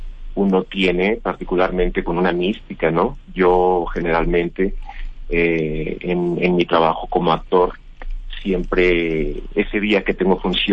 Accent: Ciudad Juárez, Chihuahua, Mexico; soy de allá, soy de Ciudad Juárez, Chihuahua

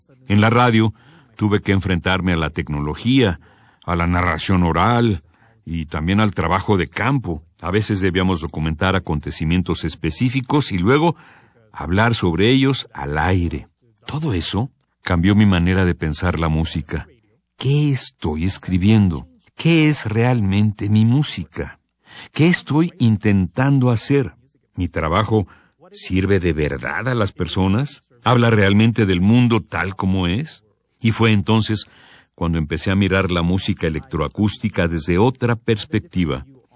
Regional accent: Philippines; Soy filipino, soy asiático del sudeste, tenemos otra manera de percibir el mundo.

